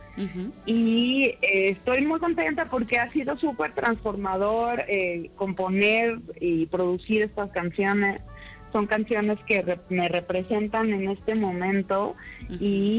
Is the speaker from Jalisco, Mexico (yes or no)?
yes; Guadalajara, Jalisco, Mexico; born there; also born or lived in Mexico City; Pues empecé en Guadalajara, que yo nací en Guadalajara, pero ya llegó un momento en el que decidí estudiar formalmente música y me mudé a la Ciudad de México